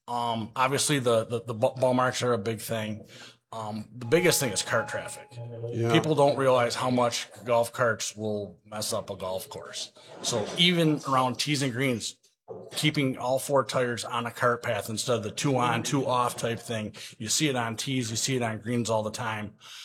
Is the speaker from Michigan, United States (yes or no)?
yes; Grand Rapids, Michigan, United States; So I actually started off, I grew up in the Grand Rapids area. My family is big into golf.